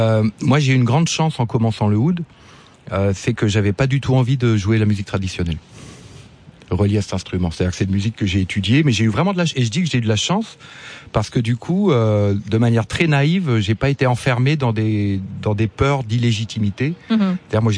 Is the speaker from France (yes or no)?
yes; France; qu'est-ce que nous portons dans notre héritage, moi en tant que Français